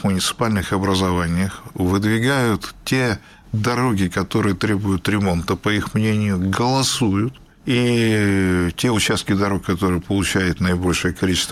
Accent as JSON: {"language": "Russian", "town": "Kostroma", "region": "Kostroma Oblast", "country": "Russia", "tie": "born or raised there", "moved": "as an adult", "lives_now": "Kirov, Russia", "said": "Я сам родом из Костромы. Это соседний регион, тоже северноевропейская Россия."}